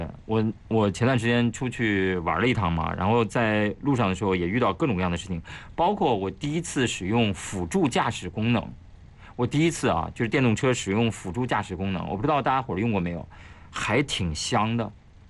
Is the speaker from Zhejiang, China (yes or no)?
no; Shanxi, China; moved away; 我是个山西人啊